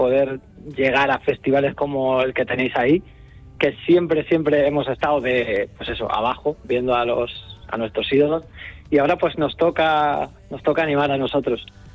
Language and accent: Spanish; Extremadura, Spain; yo concretamente, que soy extremeño